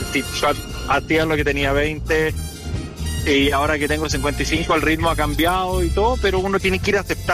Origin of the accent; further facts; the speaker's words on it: Chile; Soy de Chile, no venezolano.